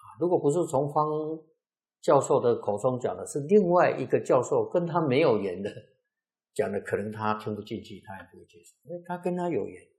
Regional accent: Xizhi, New Taipei, Taiwan; 我七年前呢也挂一个名戏子拱北殿，就是我家乡这个仙公庙

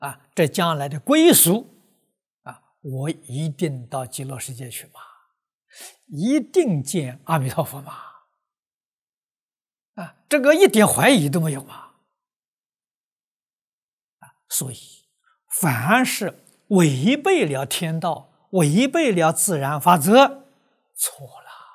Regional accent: China; 我们中国人

